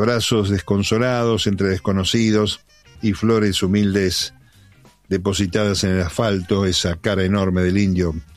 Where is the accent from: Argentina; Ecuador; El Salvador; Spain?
Argentina; Buenos Aires; me crié y estudié en Capital, la de Argentina